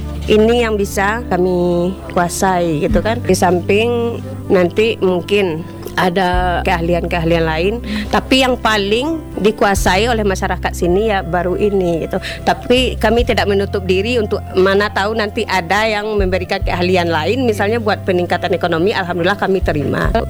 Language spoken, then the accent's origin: Indonesian; West Sumatra, Indonesia; Boleh dibilang dari kecil, dari bayi kami dibesarkan di Pondok Kilangan ini. Ini sudah lama sekali karena ini turun-temurun peninggalan dari leluhur kami. Jadi kalau dibilang lama, sudah lama sekali.